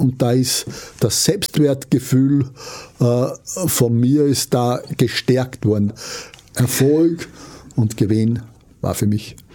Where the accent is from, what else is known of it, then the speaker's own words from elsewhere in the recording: Freistadt, Upper Austria, Austria; Ich bin in Freistadt im Müllviertel, das ist 40 Kilometer nördlich von Linz, aufgewachsen auf einem Bauernhof und meine Eltern betrieben eine Landwirtschaft